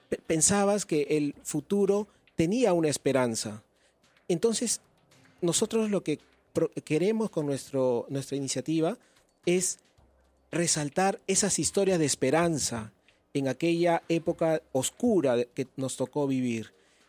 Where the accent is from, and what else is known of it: Peru